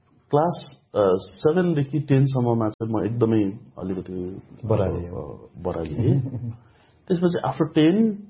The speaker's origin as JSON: {"language": "Nepali", "town": "Dharan", "region": "Koshi Province", "country": "Nepal", "tie": "born or raised there", "also_born_or_lived": "Letang, Morang", "said": "मेरो जन्म चाहिँ लेटाङ मोरङ हो, तर सानैमा लगभग 4-5 वर्षमा हामी धरान सिफ्ट भयो र मेरो बाल्यकाल चाहिँ धरानमै भयो"}